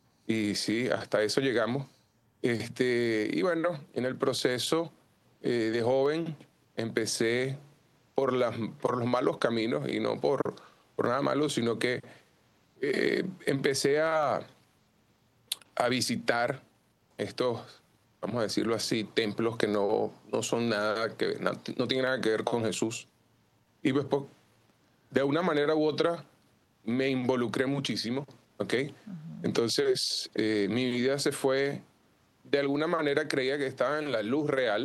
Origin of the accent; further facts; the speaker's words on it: Barinas, Venezuela; moved away as an adult; now in Aruba; Bueno, soy de Venezuela, de Barinas, un pueblo, una ciudad pequeña, cerca de casi la frontera con Colombia, pero aquí en la isla es totalmente diferente, la verdad.